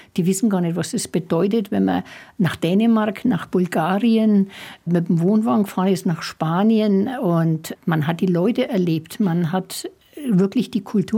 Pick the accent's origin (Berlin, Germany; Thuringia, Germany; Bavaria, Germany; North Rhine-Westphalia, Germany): Bavaria, Germany; Schwabach; born or raised there; also born or lived in Kelheim